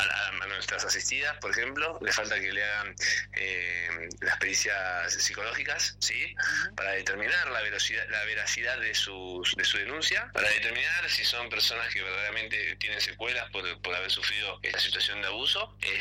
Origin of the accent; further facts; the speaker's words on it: Ushuaia, Tierra del Fuego, Argentina; born there; como vecino, conocedor de Tolhuin, nací en Ushuaia, voy y vengo a Tolhuin